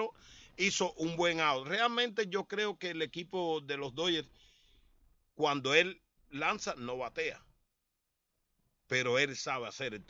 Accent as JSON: {"language": "Spanish", "country": "Cuba"}